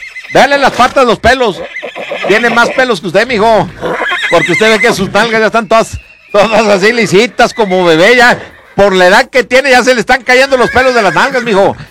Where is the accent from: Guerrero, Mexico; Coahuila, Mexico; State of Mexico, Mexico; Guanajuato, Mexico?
Coahuila, Mexico; San Pedro; lo esperamos en San Pedro, Coahuila, en las colonias, en San Pedro, las colonias, Coahuila. Ahí lo esperamos, ahí de ahí mero somos.